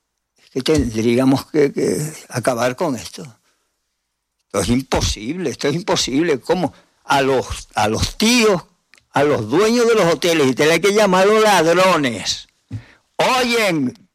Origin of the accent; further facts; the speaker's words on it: Guatiza, Canary Islands, Spain; Está ahí al ladito de donde yo nací, en Guatiza.